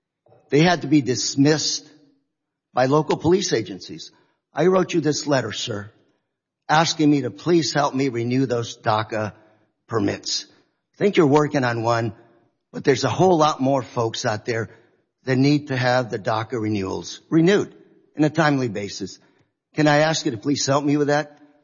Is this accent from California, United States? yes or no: yes; California, United States; I'm from California, a sanctuary state, from Orange County